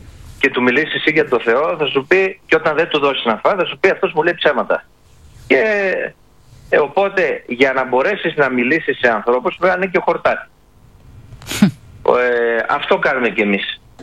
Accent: Kavala, Eastern Macedonia and Thrace, Greece; moved away as an adult; now in Congo; Η καταγωγή μου είναι από την Ανατολική Μακεδονία, από την Καβάλα συγκεκριμένα. Γεννήθηκα στην Καβάλα και έγινα μοναχός, χειροτονήθηκα, ιερέας.

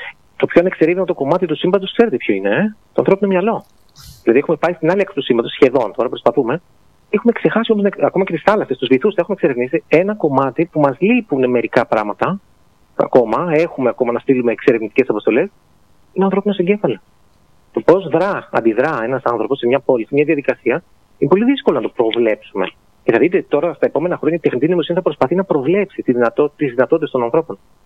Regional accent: Athens, Attica, Greece; moved away as an adult; also born or lived in Leeds / Sheffield / London; now in Mytilene, Greece; είμαι νησιώτης πλέον, ενώ γεννήθηκα και μεγάλωσα στην Αθήνα. Σπούδασα σε Αθήνα, Μυτιλίνη, Λίτς, Σέφιλ, Λονδίνος.

